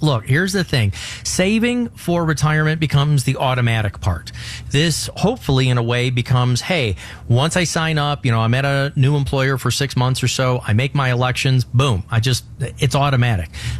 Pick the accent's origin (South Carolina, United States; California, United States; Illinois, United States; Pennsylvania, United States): Illinois, United States; Chicago; born or raised there